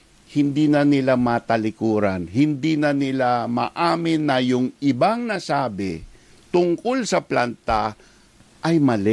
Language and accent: Tagalog; Ilocos Region, Philippines; taga Pangasinan po ako, ang layo-layo sa Bataan.